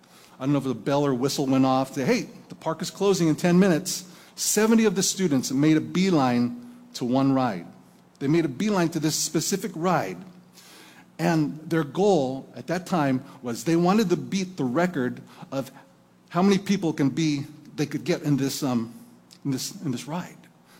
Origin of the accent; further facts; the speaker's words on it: Napa, California, United States; end of the month back to Napa, California, my hometown.